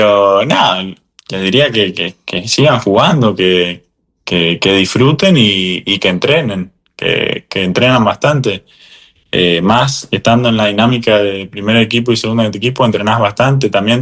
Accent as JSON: {"language": "Spanish", "country": "Argentina"}